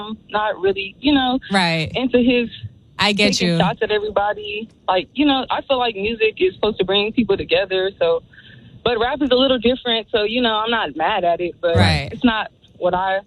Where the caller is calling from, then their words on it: Ontario, Canada; I'm calling from Ontario.